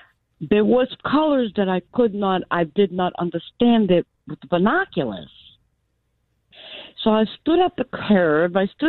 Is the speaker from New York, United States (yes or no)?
yes; Manhattan, New York, United States; I've been watching the moon from the Yard Drive, ocean water, since a child, off of 150 where we were growing up in Manhattan.